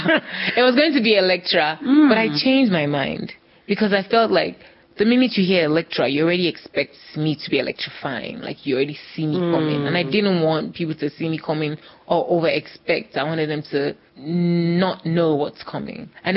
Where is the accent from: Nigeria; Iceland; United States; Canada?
Nigeria; We come from Nigeria now. Who wants to be a musician